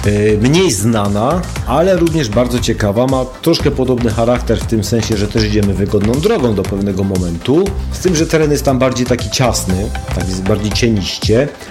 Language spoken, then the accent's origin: Polish; Beskids, Poland; U nas w Beskidach jest mnóstwo potoków.